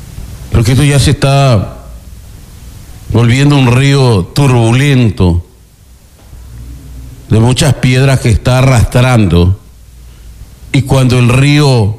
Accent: Santa Elena, Ecuador; Yo soy de Santa Elena

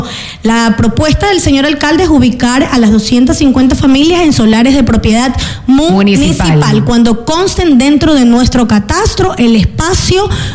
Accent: La Libertad, Santa Elena, Ecuador

